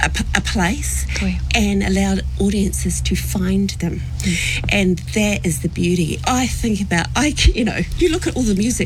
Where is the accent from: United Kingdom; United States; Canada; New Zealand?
New Zealand; not just being a New Zealander, but being Pacific was even harder.